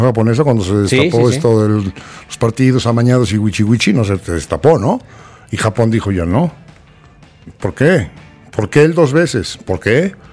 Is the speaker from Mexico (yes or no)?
yes; Mexico; Y como mexicano.